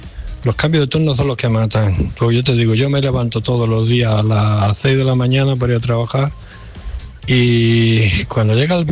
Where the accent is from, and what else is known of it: Lebrija, Andalusia, Spain